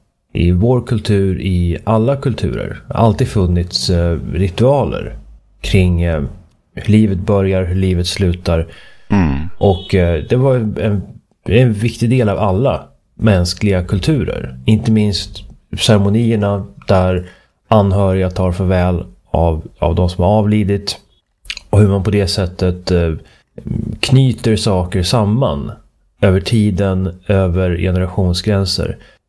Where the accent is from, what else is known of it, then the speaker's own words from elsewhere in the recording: Uppsala, Uppsala County, Sweden; när jag växte upp i Uppsala.